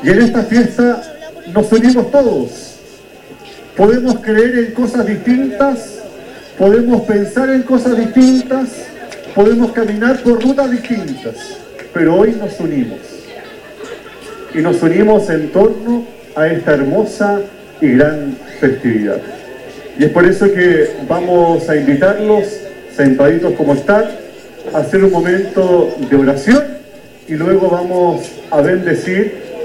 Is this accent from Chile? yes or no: yes; Chile; El chileno soy yo.